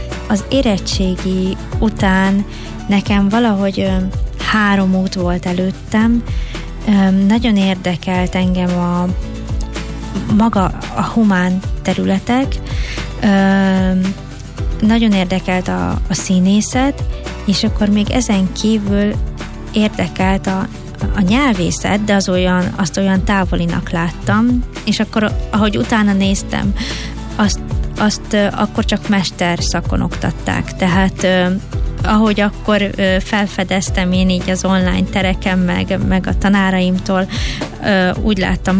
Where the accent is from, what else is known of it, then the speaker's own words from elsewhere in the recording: Budapest, Hungary; also born or lived in Hodász, Szabolcs-Szatmár-Bereg; Én már Budapesten születtem, édesanyám Szabolcs megyében hodászon nőtt fel, és én is a nyaraimat és az ünnepeket ott töltöttem a rokonokkal